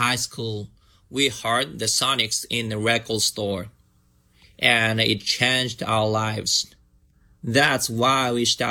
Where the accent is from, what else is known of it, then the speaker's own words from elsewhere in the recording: Tokyo, Japan; English is a second language; We're all from Tokyo, and we grew up together going to the same schools since elementary school.